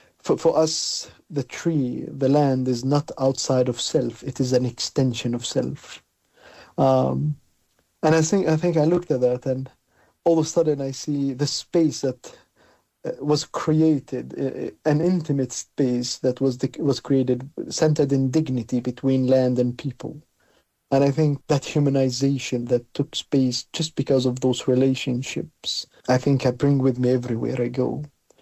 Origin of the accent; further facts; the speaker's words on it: Palestine; When I tell people I'm from Palestine, often I'm met with things like, I am sorry that this is happening in your country